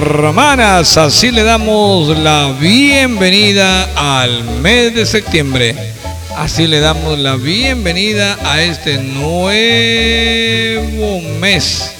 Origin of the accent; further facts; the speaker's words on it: Honduras; Como buenos hondureños, como buenos católicos bien nacidos, orgullosos de Honduras.